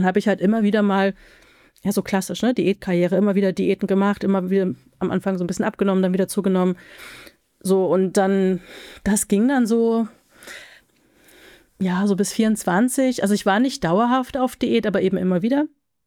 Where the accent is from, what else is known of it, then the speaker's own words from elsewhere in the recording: Halle, Saxony-Anhalt, Germany; ich komme aus Halle, meine Mutter kommt aus Berlin und da war so der Rest oder war und ist der Rest der Familie.